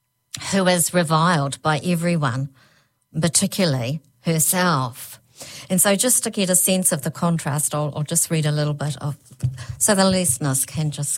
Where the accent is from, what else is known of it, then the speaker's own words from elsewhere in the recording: New Zealand; accent: Kiwi; my Kiwi accent.